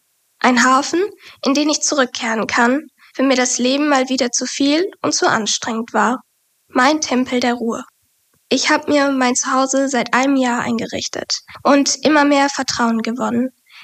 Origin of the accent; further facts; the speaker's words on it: Essen, North Rhine-Westphalia, Germany; ich bin 20 Jahre alt. Ich komme gebürtig aus Essen und studiere in Bochum